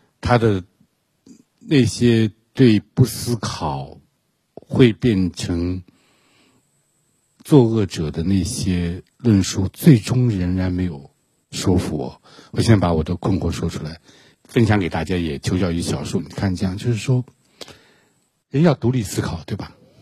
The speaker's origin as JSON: {"language": "Chinese", "country": "China"}